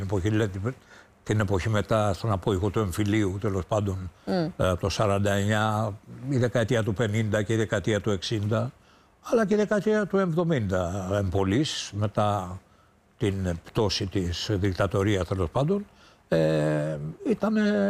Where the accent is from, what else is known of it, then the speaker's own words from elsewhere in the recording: Chaidari, Attica, Greece; also born or lived in Egaleo; Εγώ γεννήθηκα στο Εγάλαιο και πολύ μικρός, περίπου τα 3 με 3,5 μου χρόνια, μετακόμισε η οικογένειά μου στο Χαϊδάρι και άρα είμαι μεγάλος από το Χαϊδάρι.